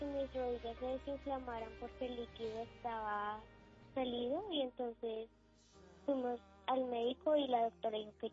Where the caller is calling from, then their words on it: Bogotá, Colombia; En Parque de Bogotá.